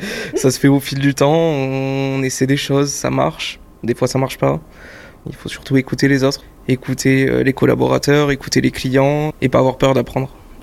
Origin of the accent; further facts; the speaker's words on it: Toulouse, Occitanie, France; also born or lived in Gruissan / Lauragais; j'ai grandi à Toulouse et à Gruissant. J'ai alterné beaucoup entre les deux, donc il y a un peu de mer, un peu de terre, très terroir, parce que mes parents habitent dans le Lauragais, donc j'ai grandi dans le Lauragais et au bord de la mer